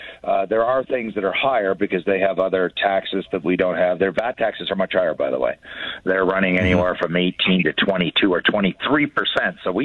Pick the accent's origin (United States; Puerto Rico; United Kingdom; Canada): Canada; moved away as an adult; now in Spain; I'm a Canadian. I'm here on Canadian dollars.